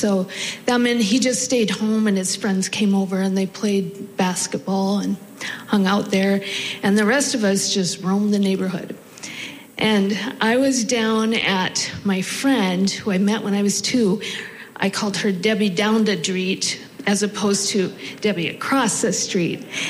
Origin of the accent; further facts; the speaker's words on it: Mandan, North Dakota, United States; all those summer nights growing up in Mandan, North Dakota.